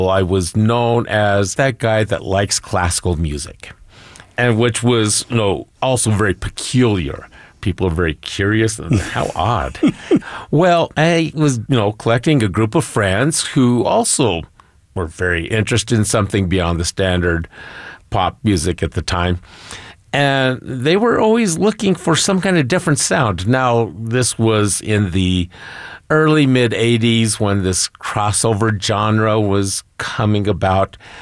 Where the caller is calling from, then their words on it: American Fork, Utah, United States; I am from American Fork, Utah